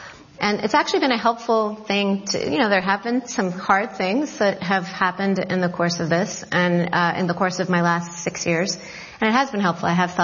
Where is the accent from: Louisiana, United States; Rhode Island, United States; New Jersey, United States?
Louisiana, United States; New Orleans; You know, I grew up in New Orleans, so I think about things in hurricane language.